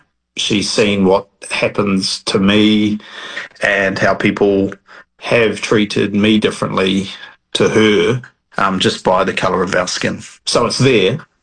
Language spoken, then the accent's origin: English; New Zealand; New Zealand is a very diverse, multicultural country and is becoming even more so. I see myself as a Kiwi.